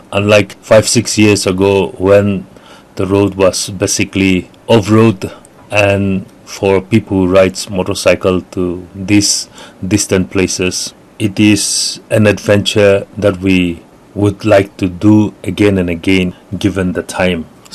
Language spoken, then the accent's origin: English; Kohima, Nagaland, India; Since I'm from Kohima